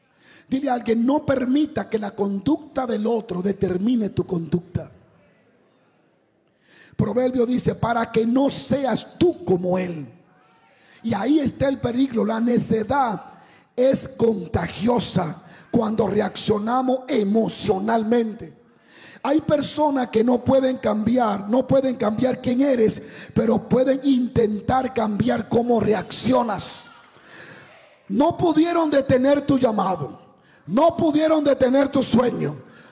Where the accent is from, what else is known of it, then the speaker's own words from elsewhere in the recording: Dominican Republic; Domingo y llegué allá al aeropuerto. Y siempre que yo iba bendecido, yo siempre sabía cómo manejarme. En mi país hay que saber cómo manejarse.